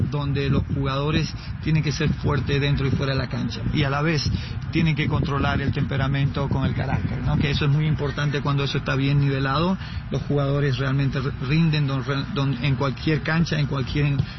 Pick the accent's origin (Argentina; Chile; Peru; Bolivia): Bolivia; Santa Cruz; Yo soy de Santa Cruz, Bolivia.